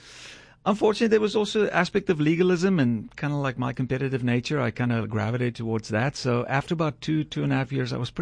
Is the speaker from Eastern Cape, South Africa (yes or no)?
yes; Kirkwood, Eastern Cape, South Africa; Yeah, South Africa. So I grew up in South Africa in a small town called Kirkwood. It's about an hour away from Port Elizabeth.